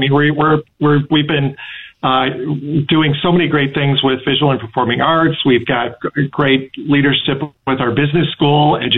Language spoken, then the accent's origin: English; Wisconsin, United States; I have, but I'm from Wisconsin, and so it's easy for me to fall into it.